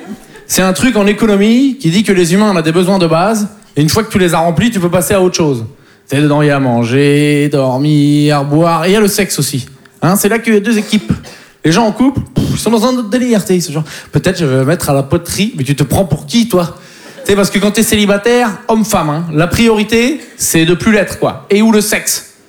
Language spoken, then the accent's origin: French; Poitiers, Nouvelle-Aquitaine, France; Mais moi, en plus, je viens de Poitiers, donc faut s'occuper. Hein, tu peux pas aller au Futuroscope 5 fois par semaine, quoi.